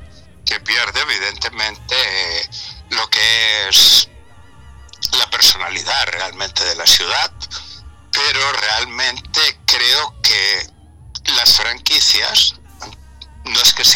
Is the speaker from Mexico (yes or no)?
no; Spain